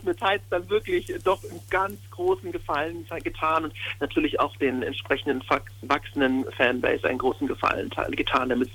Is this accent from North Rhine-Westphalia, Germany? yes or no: no; Germering, Bavaria, Germany